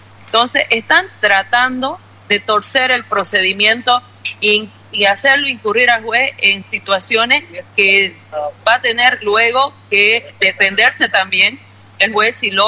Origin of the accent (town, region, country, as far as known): Bolivia